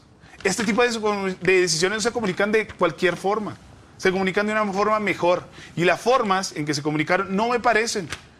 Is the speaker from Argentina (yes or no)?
no; Colombia; A mí me gustaría, como hincha de la Selección Colombia y como colombiano, saber...